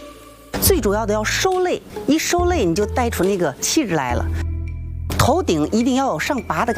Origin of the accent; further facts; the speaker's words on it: Tianjin, China; 我们天津人要喝大米小米一起熬粥